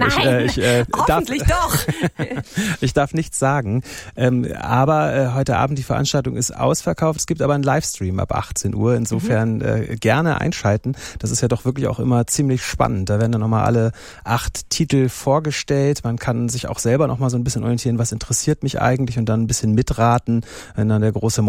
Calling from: Hamburg, Germany; Moin aus Hamburg, freue mich sehr, dass ich da bin.

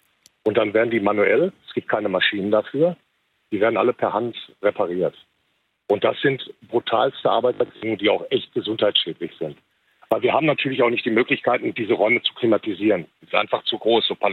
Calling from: Bochum, North Rhine-Westphalia, Germany; Ich rufe aus Bochum an, aus dem Herzen des Ruhrgebiets.

